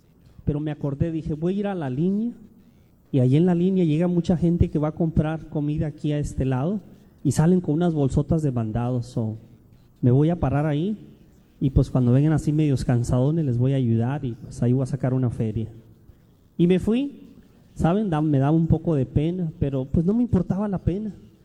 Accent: Tijuana, Baja California, Mexico; born there; Estábamos hablando de Tijuana, yo soy nacido en Tijuana.

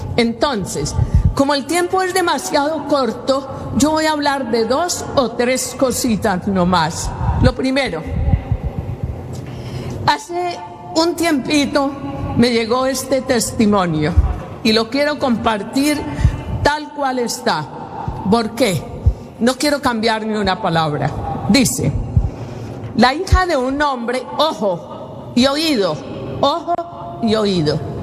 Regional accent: Colombia; aún en mi tierra, en Colombia.

